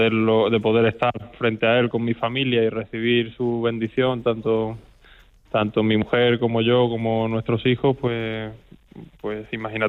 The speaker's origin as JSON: {"language": "Spanish", "region": "Extremadura", "country": "Spain", "said": "que bueno, pues desde su origen está aquí en mi tierra, en Extremadura"}